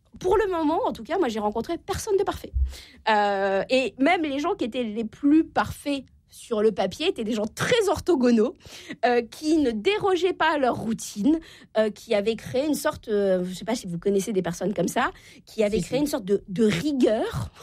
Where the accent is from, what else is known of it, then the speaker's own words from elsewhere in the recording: Normandy, France; Je viens de Normandie, je peux me permettre de citer.